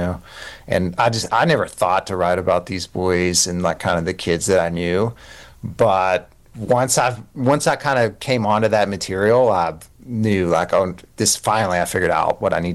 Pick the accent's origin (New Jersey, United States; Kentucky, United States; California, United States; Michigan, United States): Kentucky, United States; I grew up in Eastern Kentucky